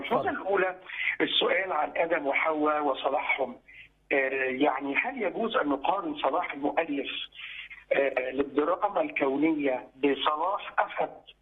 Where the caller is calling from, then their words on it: Minya, Minya Governorate, Egypt; من المنيا